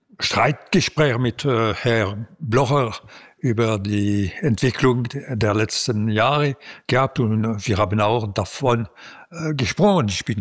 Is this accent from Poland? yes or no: no; Switzerland; Als Schweizer bin ich für die Verfassung.